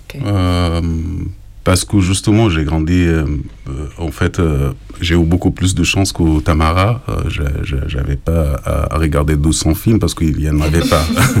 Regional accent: Sudan; moved away as an adult; Si je pense que je serais resté au Soudan, je n'allais pas du tout devenir cinéaste, c'est sûr.

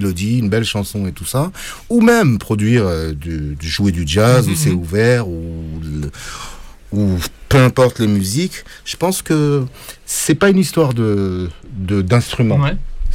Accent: Senegal; also born or lived in Morocco; je viens du Sénégal et du Maroc et tout, et donc on a une tradition rythmique très très forte.

